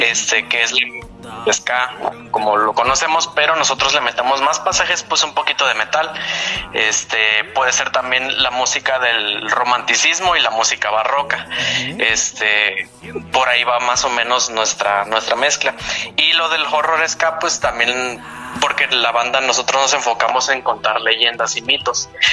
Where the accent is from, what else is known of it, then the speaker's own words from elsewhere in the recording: La Paz, Baja California Sur, Mexico; somos de La Paz, acá Baja California Sur, para los que no lo saben, y pues no, hombre, estamos muchos kilómetros